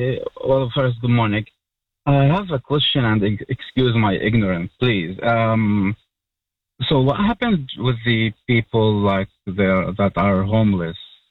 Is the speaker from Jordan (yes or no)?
yes; Jordan; Where I'm from Jordan, and it's totally different how the government like reacts to inflation and price hikes.